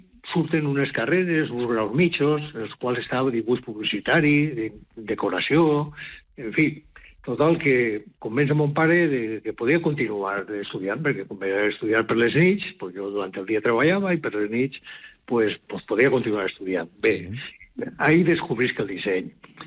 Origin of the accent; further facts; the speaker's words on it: Burjassot, Valencian Community, Spain; soc de Burjassot, poble de l'Hort de Nord. Entonces, pues, jo ja de xiquet, jo era el fill del pintor i net del pintor